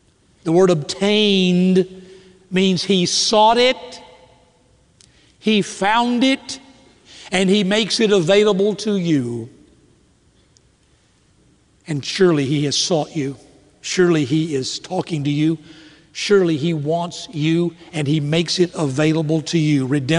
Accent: Southern United States, United States; I'm a Southerner. All Southerners are required to have some kind of Confederate money somewhere in the house. So we can show it to our Northern brethren when they come to visit.

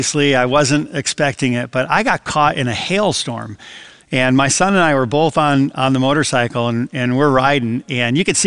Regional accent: Adrian, Michigan, United States; moved away; when I was a kid growing up in Michigan, and we had several tornadoes that kind of touched down in our area of Adrian, Michigan

